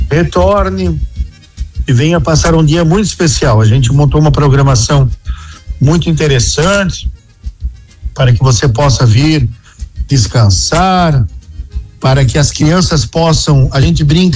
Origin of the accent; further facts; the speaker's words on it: Brazil; E nós que somos brasileiros, né?